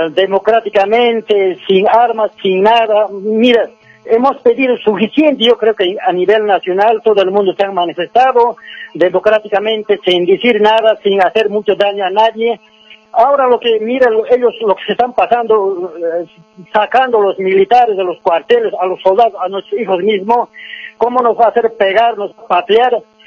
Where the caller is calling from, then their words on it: Cochabamba, Bolivia; estoy llamando del departamento de Cochabamba